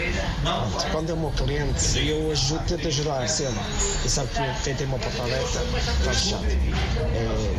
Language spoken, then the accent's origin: Portuguese; Penafiel, Norte, Portugal; born there; sou do Sameiro também. Também sou do Sameiro, moro no Sameiro. Nasci lá